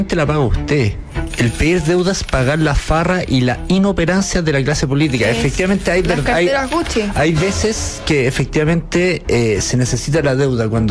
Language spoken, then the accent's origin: Spanish; Chile; los que pagan la deuda somos los chilenos.